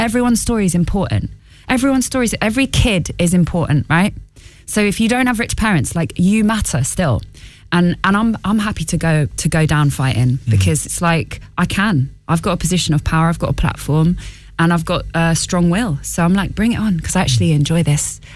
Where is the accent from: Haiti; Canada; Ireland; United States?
Ireland; I'm Irish